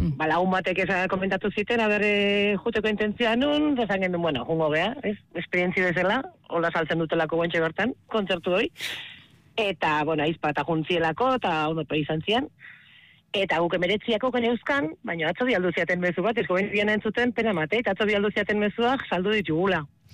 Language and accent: Basque; Tolosa, Basque Country, Spain; Nire Tolosarra naiz, eta bai, kuadrilla eguna izango nuke, hogeian